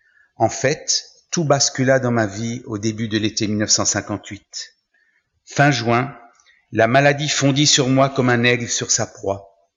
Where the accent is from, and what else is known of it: Mulhouse, Grand Est, France; born there